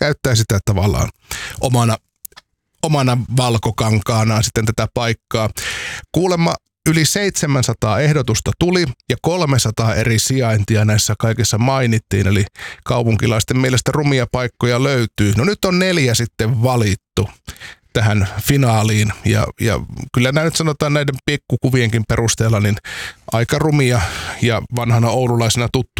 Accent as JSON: {"language": "Finnish", "town": "Oulu", "region": "North Ostrobothnia", "country": "Finland", "tie": "born there", "said": "armaan synnyinkaupunkini Oulun"}